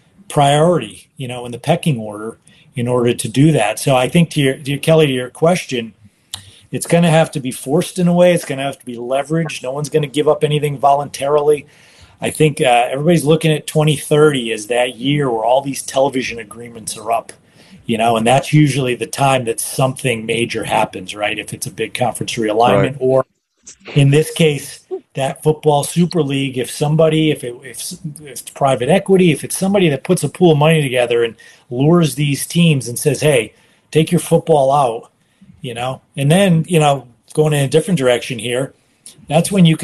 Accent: Northeast, United States; growing up in the Northeast

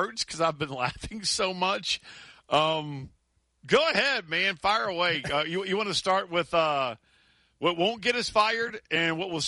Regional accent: Louisiana, United States; and I'm from Louisiana, I'm a boot boy

